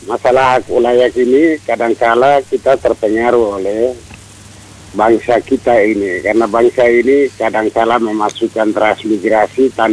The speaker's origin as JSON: {"language": "Indonesian", "town": "Biak", "region": "Papua", "country": "Indonesia", "said": "Saya dari Biak, saya kawin di sini."}